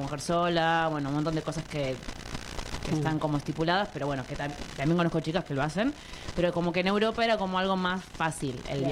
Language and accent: Spanish; Buenos Aires Province, Argentina; Yo soy de provincia de Buenos Aires.